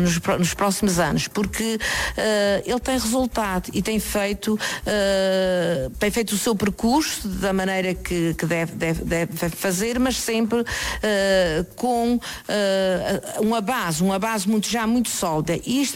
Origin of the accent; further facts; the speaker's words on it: Azores, Portugal; aquilo que nós somos enquanto açorianos